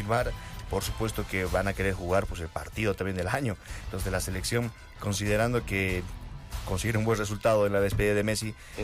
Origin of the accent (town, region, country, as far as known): Bolivia